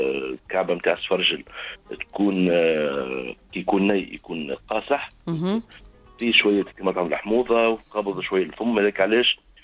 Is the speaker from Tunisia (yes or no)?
yes; Tunisia; عندنا في تونس